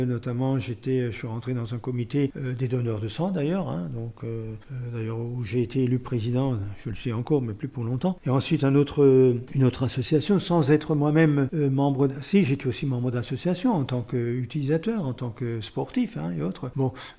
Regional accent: France; sachant qu'on est français, qu'on aime son pays

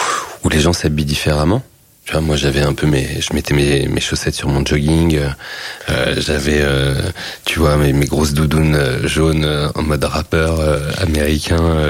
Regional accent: Île-de-France, France; moved away; je venais de Seine-Saint-Denis

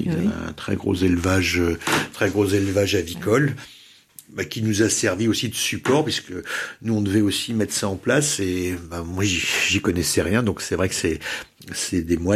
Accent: France; en tant que Français

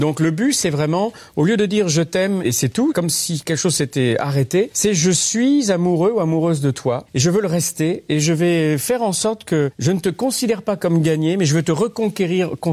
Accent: France

